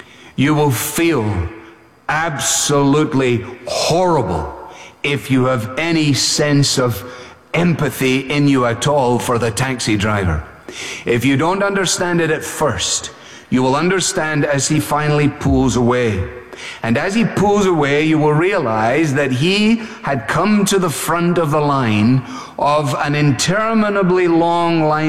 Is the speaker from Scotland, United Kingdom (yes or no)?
yes; Scotland, United Kingdom